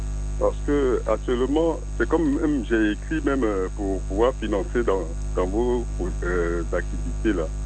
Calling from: Abidjan, Côte d’Ivoire; Je t'appelle d'Abidjan.

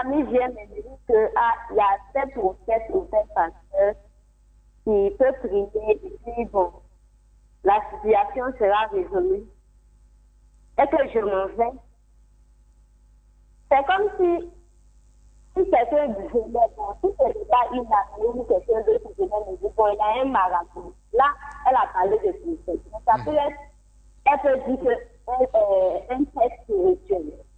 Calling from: Abidjan, Côte d’Ivoire; Je vous appelle de Plateau.

